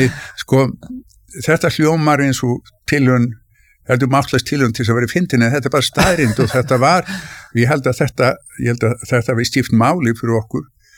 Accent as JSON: {"language": "Icelandic", "town": "Reykjavík", "region": "Capital Region", "country": "Iceland", "tie": "born or raised there", "said": "ég fættist 1949 og ég óks upp tölvært mikið í Norðumýrinni."}